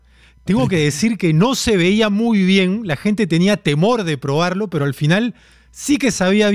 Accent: Peru; Están en nuestra memoria, están en nuestro corazón como peruanos

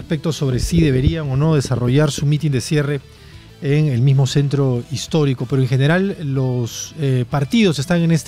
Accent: Peru

